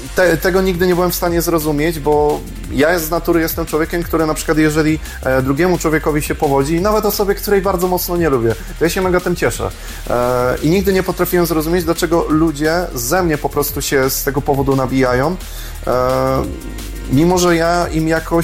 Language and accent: Polish; Kruszwica, Kuyavian-Pomeranian Voivodeship, Poland; moved away; also born or lived in Inowrocław / Toruń; Podziękowałem mojemu rodzinnemu miastu